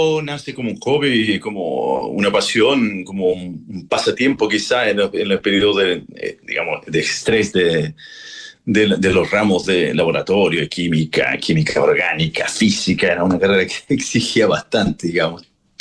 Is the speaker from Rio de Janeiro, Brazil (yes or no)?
no; São Paulo, Brazil; now in Chile; crecí en São Paulo, en Brasil, uh-huh. Por temas familiares nos fuimos a vivir los años 80. En el año, justamente el inicio del 91, regresamos a Chile